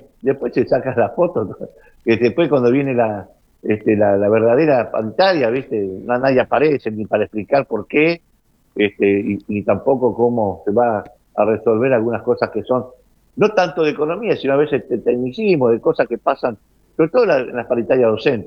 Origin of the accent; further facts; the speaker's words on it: Argentina; Pero así somos viscerales los argentinos.